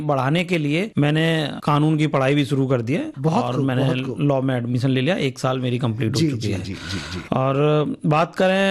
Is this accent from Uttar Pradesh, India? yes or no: yes; Agra, Uttar Pradesh, India; देखिए, मैं प्रॉपर आगरा से ही हूं और आगरा में ही मेरा जन्म हुआ है।